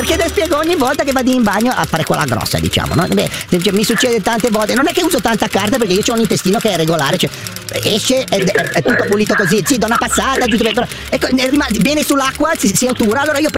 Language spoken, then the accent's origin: Italian; Genoa, Liguria, Italy; now in Milan, Italy; Sono sempre stata a Genova, sono genovese, immagino che si evinca dalla cocina che non mi è andata via.